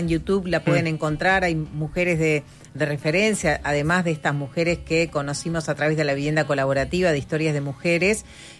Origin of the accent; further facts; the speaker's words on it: Uruguay; Somos uruguayos, somos uruguayas, vivimos con el fútbol atravesado en nuestra cultura, en nuestro ADN.